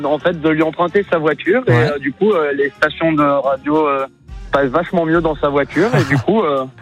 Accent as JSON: {"language": "French", "town": "Marseille", "region": "Provence-Alpes-Côte d'Azur", "country": "France", "tie": "born or raised there", "moved": "yes", "lives_now": "Alpes-de-Haute-Provence, France", "said": "si j'arrive au moins à retenir les stations de métro de ma ville natale"}